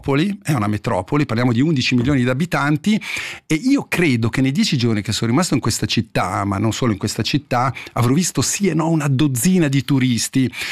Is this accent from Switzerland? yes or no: yes; Gandria, Ticino, Switzerland; Gandria, del mio paese